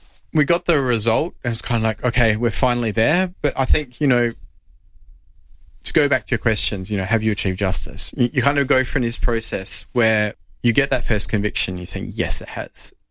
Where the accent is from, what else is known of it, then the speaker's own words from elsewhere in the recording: Australia; moved away as an adult; now in Norway; As an Australian